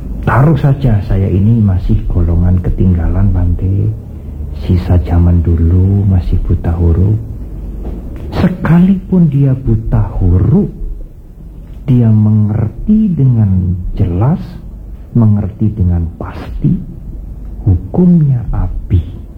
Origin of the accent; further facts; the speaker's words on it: Blora, Central Java, Indonesia; Di daerah saya di Blora itu ada satu desa yang namanya Pelotot.